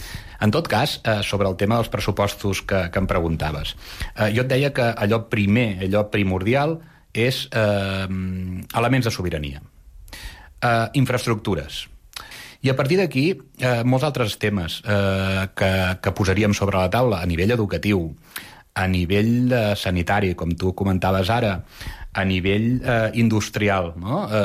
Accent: Mollet del Vallès, Catalonia, Spain; jo sóc de Mollet

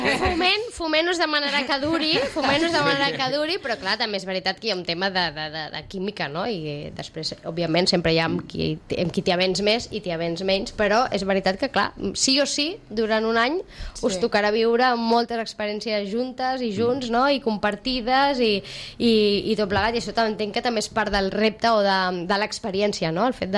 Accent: Sitges, Catalonia, Spain; i mira que som de Sitges o soc de Sitges.

